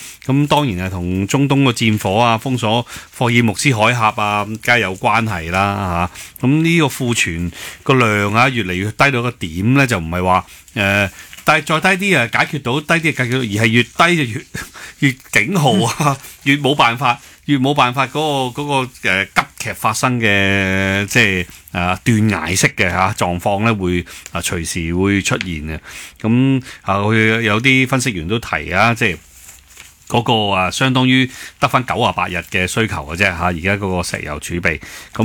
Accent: Hong Kong; 我哋香港人

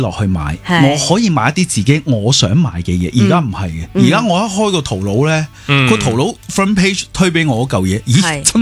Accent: Guangzhou, Guangdong, China; moved away as an adult; now in Hong Kong; 土生土长嘅海珠人嚟嘅

